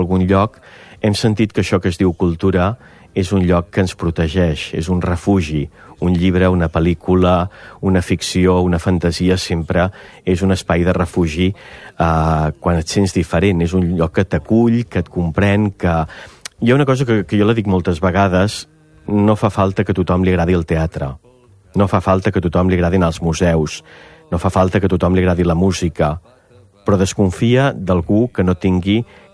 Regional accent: Catalonia, Spain; now in Barcelona, Spain; a Vic, a 30 quilòmetres del meu poble

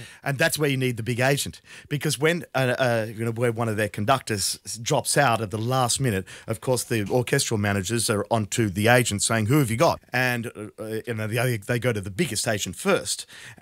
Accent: Australia; I'm Australian.

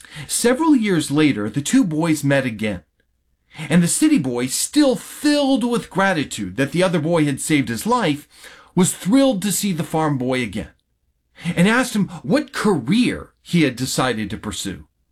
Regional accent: Kentucky, United States; now in Renton, United States; my family and I have decided, after much prayer, much consideration, to move back to my home state of Kentucky.

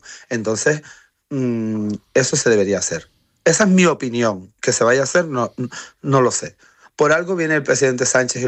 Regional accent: Canary Islands, Spain

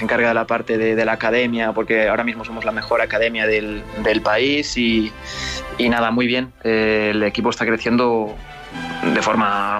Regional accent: Spain

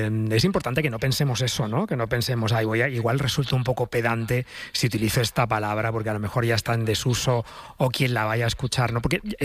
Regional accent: southern Spain, Spain; por el sur, por mi tierra, se dice mucho solano

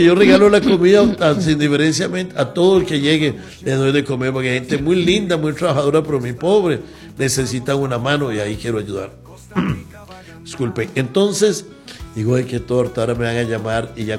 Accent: San José, Costa Rica; nací en Cristo Rey, ahí sirvo

